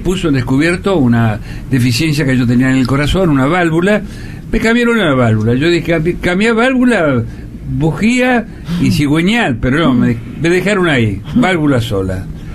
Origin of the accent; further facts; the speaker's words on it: Argentina; Yo soy argentino